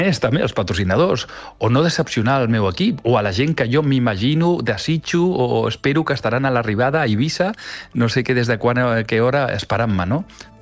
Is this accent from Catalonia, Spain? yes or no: yes; Catalonia, Spain; moved away as an adult; also born or lived in United States / Madrid; dels 18 anys vaig marxar de Catalunya, d'aquí el meu rovellat català que tinc, vaig marxar cap als Estats Units, vaig estar allà més d'una dècada, després vaig anar a Madrid, llavors parlo l'anglès